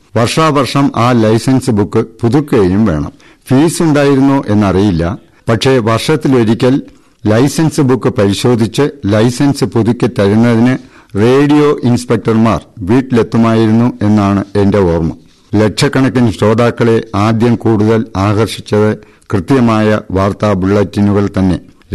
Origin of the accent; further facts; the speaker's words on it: Chirayinkeezhu, Kerala, India; എന്റെ ഗ്രാമം തിരുവനന്തപുരം ജില്ലയിലെ ചിറയിൻകീഴാണ്.